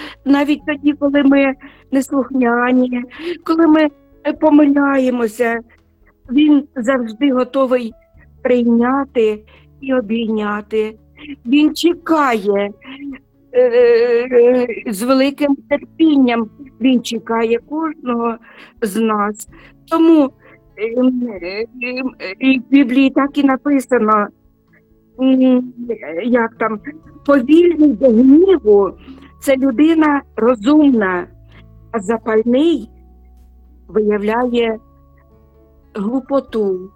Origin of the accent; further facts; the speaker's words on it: Sumy, Sumy Oblast, Ukraine; Сьогодні в моєму рідному місті Суми об'явлено день жалоби, день скорботи.